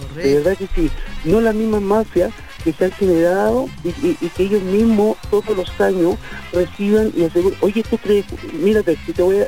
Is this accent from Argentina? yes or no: no; Antofagasta, Chile; mi pueblo, yo siendo un atacameño